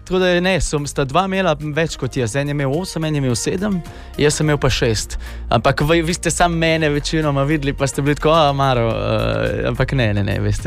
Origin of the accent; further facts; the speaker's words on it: Bled, Upper Carniola, Slovenia; Ja, mislim se, jaz sem iz Gorenjske, jaz sem z Bleda, jaz sem Blejc, ne? Tako da jaz, to marsikdo tudi ne ve, kar mi je kar žal. Ne? Mislim, da zato, ker sem se prodal malo s tem svojim naglasom, pa sem zgubil gorenjski naglas.